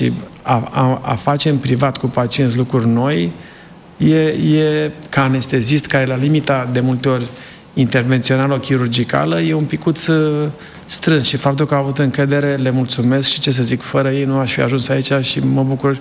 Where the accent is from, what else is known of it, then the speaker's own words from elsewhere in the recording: Sibiu County, Romania; now in United States; am vrut să crească cam cum am crescut eu, sunt de lângă Sibiu. Am stat lângă copșa mică și...